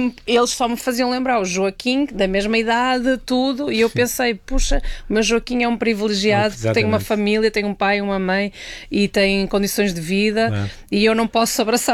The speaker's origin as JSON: {"language": "Portuguese", "country": "Portugal", "said": "eu não pertenço aqui porque eu sou portuguesa"}